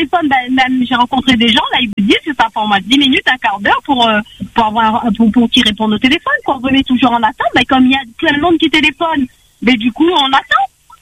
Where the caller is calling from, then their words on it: Saint-Pierre, Réunion; j'habite à Saint-Pierre.